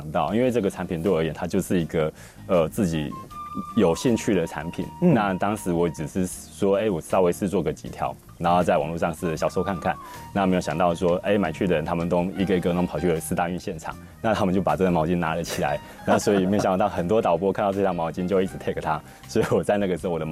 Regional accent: Taiwan

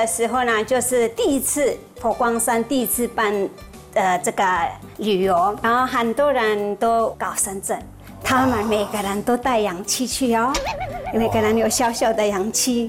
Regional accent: Ladakh, India; now in Taiwan; 我从印度拉达喀来的。

